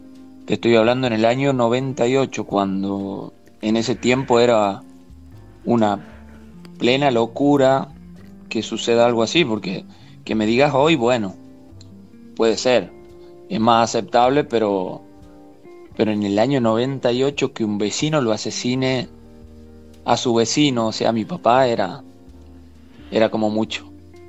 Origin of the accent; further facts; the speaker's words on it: San Miguel de Tucumán, Tucumán, Argentina; soy de acá, de San Miguel de Tucumán